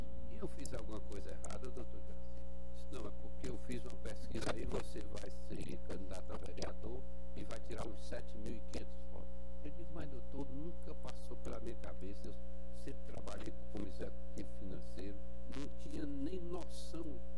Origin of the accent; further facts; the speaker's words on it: Crateús, Ceará, Brazil; born there; now in Fortaleza, Brazil; Em Crateús, que é a terra onde eu nasci